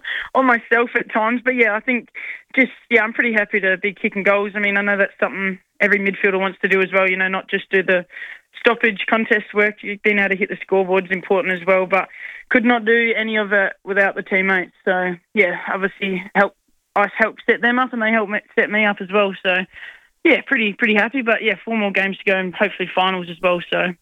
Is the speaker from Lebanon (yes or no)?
no; Western Australia, Australia; I mean, they're my home state, so I always love versing the Eagles and Freo.